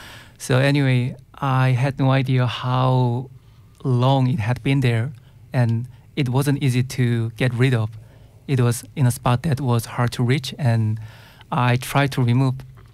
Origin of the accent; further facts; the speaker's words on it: South Korea; first language Korean; English is a second language; moved away as an adult; My English is not fluent as my Korean.